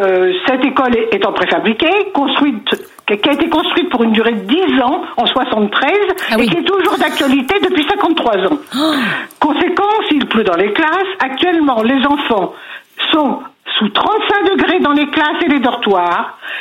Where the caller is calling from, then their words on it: Bazainville, Île-de-France, France; Je vous appelle de Bazainville.